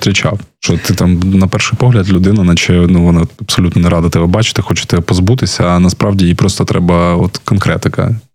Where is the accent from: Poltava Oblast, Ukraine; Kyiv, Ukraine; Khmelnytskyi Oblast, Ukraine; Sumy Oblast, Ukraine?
Kyiv, Ukraine; moved away as an adult; now in Kharkiv, Ukraine; я взагалі киянин.